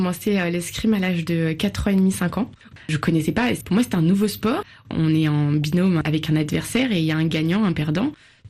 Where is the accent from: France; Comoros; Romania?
France; J'ai grandi avec une culture algérienne à la maison avec mes grands-parents et puis à l'école plutôt française et dans l'éducation. Je me suis toujours bien sentie en tant que française et algérienne et notamment franco-algérienne.